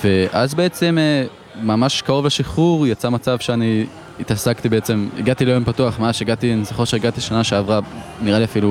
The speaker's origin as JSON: {"language": "Hebrew", "town": "Yokneam Moshava", "region": "Northern District", "country": "Israel", "said": "אני במקור מיוקנעם המושבה, המושבה זה נורא חשוב."}